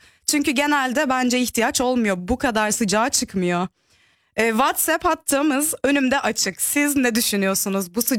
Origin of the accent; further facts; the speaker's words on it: İzmir, Turkey; now in Germany; Ben aslında İzmir'de doğdum, büyüdüm